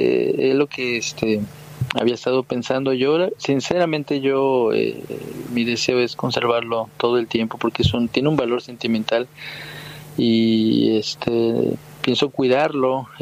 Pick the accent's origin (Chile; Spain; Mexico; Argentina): Mexico; Pues mira, obviamente, pues como mexicano quiero que siempre le vaya bien a México, ¿verdad?